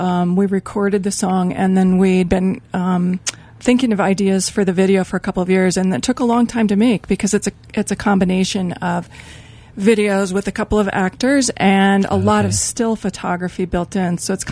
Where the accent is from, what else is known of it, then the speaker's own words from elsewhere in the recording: Emma, Colorado, United States; I grew up in Emma